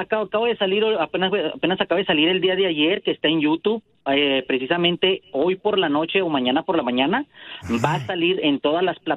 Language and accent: Spanish; Ciudad Juárez, Chihuahua, Mexico; now in Arizona, United States; soy de Ciudad Juárez, Chihuahua, y pues radico en Arizona.